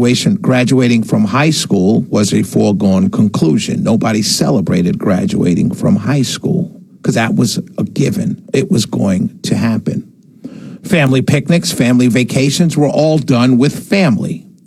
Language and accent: English; New York City, New York, United States; My father, born in Kingston, Jamaica. My mom was born here in New York City. But I was raised as a Jamaican, not only an American, a Jamaican-American, if you will, in New York City. The culture was West Indian.